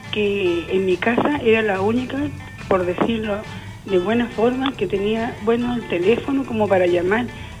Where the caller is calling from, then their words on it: Baquedano, Antofagasta, Chile; Ese día yo vivo en Baquedano